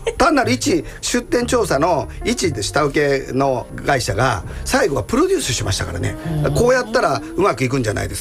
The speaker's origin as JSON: {"language": "Japanese", "region": "Osaka", "country": "Japan", "tie": "born or raised there", "said": "私は大阪で生まれ育って"}